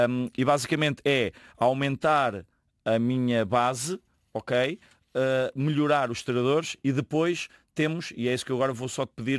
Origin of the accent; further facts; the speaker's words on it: Portugal; now in India; Eu como um bom português, é o faz-tudo.